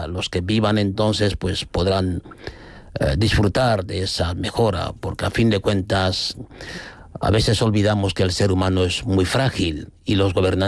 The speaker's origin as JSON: {"language": "Spanish", "country": "Equatorial Guinea", "tie": "born or raised there", "second_language": "Spanish", "moved": "yes", "lives_now": "Spain", "said": "Yo jugaba con los chavales en mi pueblo, chavales blancos, españoles, entonces no había esa diferencia. Sí, nos prohibían en la escuela hablar nuestra lengua"}